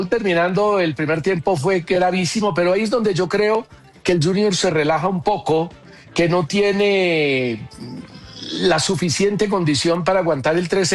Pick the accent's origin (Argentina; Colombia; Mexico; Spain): Colombia; Así somos nosotros los colombianos.